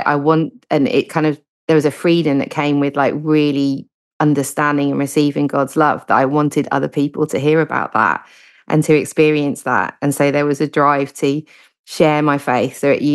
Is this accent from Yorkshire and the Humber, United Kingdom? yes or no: no; Sussex, South East England, United Kingdom; moved away as an adult; now in Liverpool, United Kingdom; I don't have a Scouse accent. I grew up in Sussex with my family there, and I had a really lovely childhood.